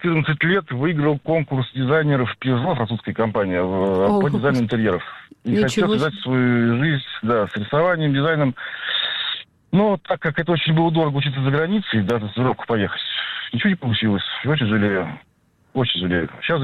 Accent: Korolev, Moscow Oblast, Russia; Буду, значит, на английском языке объявлять остановки в родном городе Калеве.

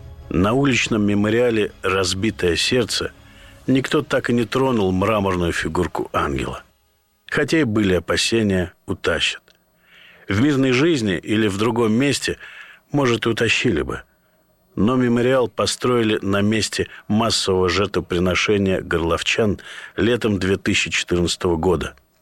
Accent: Saint Petersburg, Russia; я рассказывал, что вырос в Ленинграде. Воспитан ленинградскими музеями

